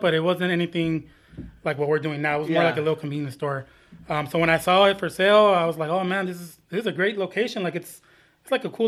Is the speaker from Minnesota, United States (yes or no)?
no; San Bernardino, California, United States; Well, that place for me has a lot of history. I grew up in San Bernardino, especially in the area. My mom still lives down the street from there.